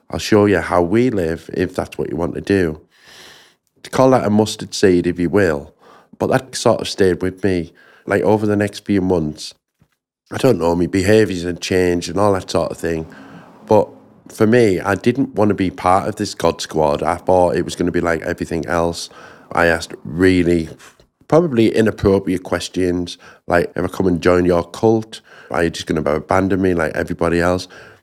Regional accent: Hartlepool, North East England, United Kingdom; born or raised there

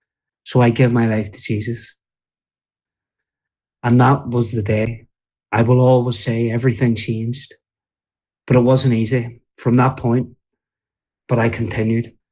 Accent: Belfast, Northern Ireland, United Kingdom; I grew up in East Belfast

